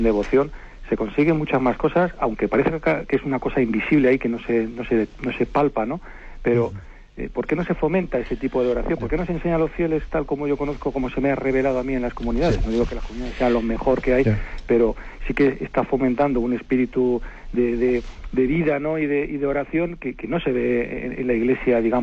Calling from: Zaragoza, Aragon, Spain; de Zaragoza.

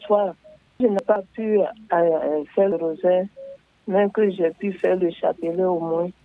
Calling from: Toumodi, Lacs, Côte d’Ivoire; j'appelle de Toumoudi.

